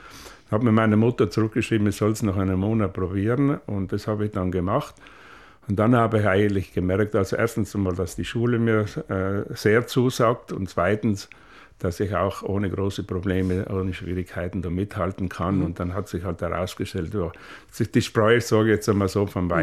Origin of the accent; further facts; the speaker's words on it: Trentino-Alto Adige, Italy; Ich war halt damals noch der schüchterne Bub vom Land und muss immer wieder dazu sagen, mit dem Reden sind wir Südtiroler oft ein bisschen faul